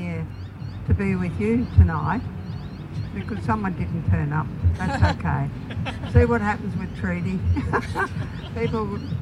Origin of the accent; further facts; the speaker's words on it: Australia; I'm also from Wemba Wemba, my grandmother's country, and I'm also Turaway from the Tasmanian history as well.